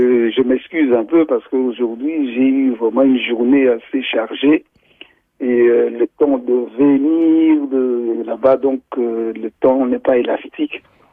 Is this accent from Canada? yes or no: no; Belgium; je suis belge d'origine congolaise